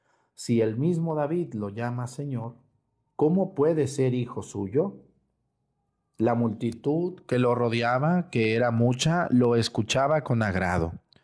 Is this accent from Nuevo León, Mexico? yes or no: no; Mexticacán, Jalisco, Mexico; moved away; la gente de mi pueblo, de Mexicacán